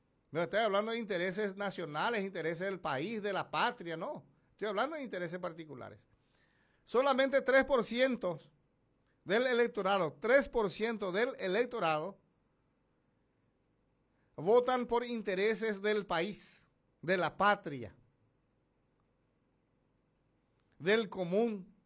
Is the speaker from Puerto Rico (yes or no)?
no; Paraguay; ¿Qué nos está pasando como paraguayo, como país?